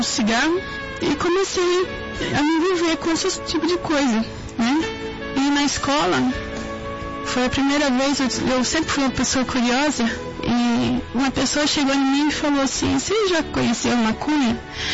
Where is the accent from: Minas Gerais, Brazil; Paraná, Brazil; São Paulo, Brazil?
São Paulo, Brazil; Sorocaba